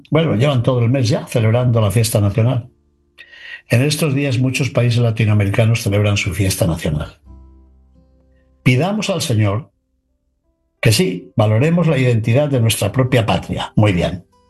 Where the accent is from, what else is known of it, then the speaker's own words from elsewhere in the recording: Spain; Sí, soy español, pero formo parte de un proyecto divino más grande.